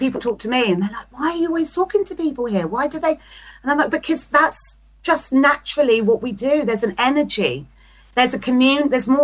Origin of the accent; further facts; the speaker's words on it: London, United Kingdom; now in Brighton, United Kingdom; As much as I'm from South London, I will never, ever live there ever again. Sorry, South London. I've done South. I am South London. That's in my bones. That's in my heart.